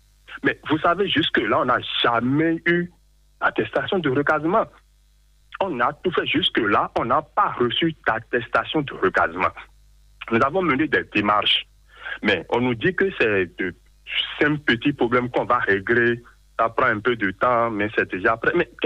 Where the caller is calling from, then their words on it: Adjohoun, Ouémé, Benin; Hein. Je vous appelle d'Adjoum.